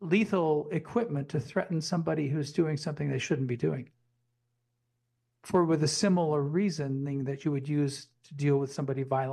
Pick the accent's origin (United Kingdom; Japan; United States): United States; Missouri; when I was growing up in Northwest Missouri